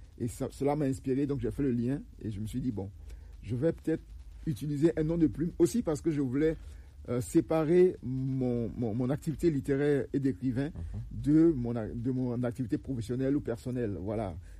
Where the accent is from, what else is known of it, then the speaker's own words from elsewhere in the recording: Dimbokro, Lacs, Côte d’Ivoire; born there; C'est ma région de naissance. Comme vous l'avez dit, je suis né à Dimbokro, okay, et donc cette ville est baignée par le Nzi